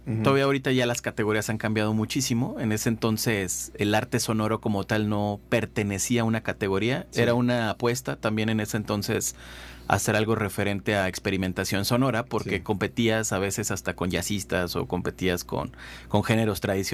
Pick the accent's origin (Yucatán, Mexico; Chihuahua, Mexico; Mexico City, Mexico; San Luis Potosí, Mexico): San Luis Potosí, Mexico; obviamente soy potosino